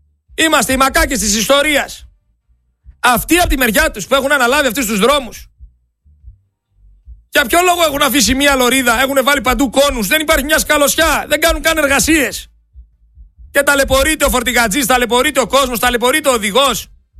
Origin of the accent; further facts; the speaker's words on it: Greece; εγώ σαν Έλληνας πολίτης